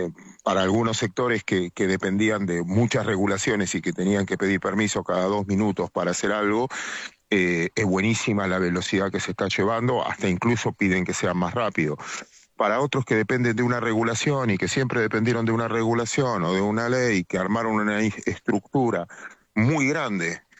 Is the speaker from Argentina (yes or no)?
yes; Mar del Plata, Buenos Aires Province, Argentina; Yo soy de Mar de Plata